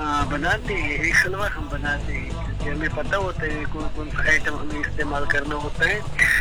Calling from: Jammu and Kashmir, India; मैं सेंट्रल कश्मीर से बात कर रहा हूँ, जिला बड़गाम में हमारे गांव पड़ते हैं सर।

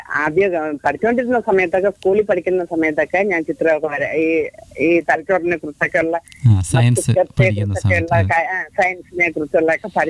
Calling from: Kallar, Kerala, India; കല്ലാറിൽ നിന്നാണ് വിളിക്കുന്നത്.

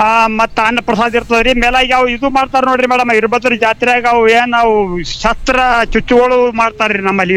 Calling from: Vijayapura, Karnataka, India; ವಿಜಯಪುರದಿಂದ

